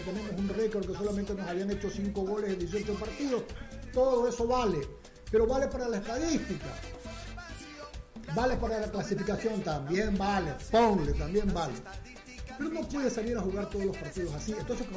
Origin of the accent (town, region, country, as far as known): Ecuador